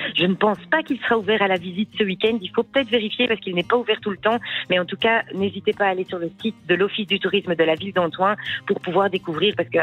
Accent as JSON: {"language": "French", "region": "Wallonia", "country": "Belgium", "said": "Ah, on est ch'ti, évidemment, on est les plus ch'ti des Belges ici, donc on n'en est pas peu fiers, c'est très chouette."}